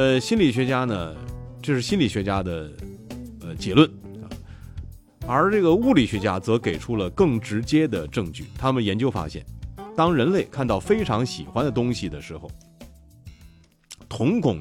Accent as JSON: {"language": "Chinese", "country": "China"}